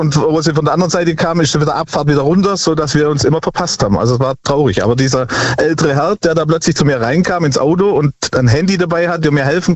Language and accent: German; Nehren, Baden-Württemberg, Germany; Ja, ich komme aus Nähren bei Tübingen.